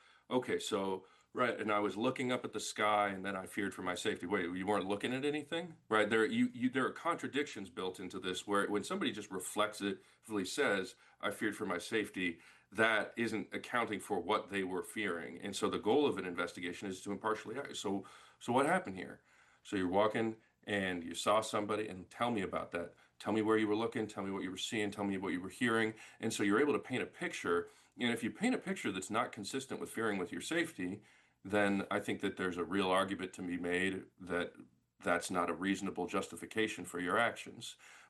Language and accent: English; Oakland, California, United States; now in New York, United States; And I grew up in Oakland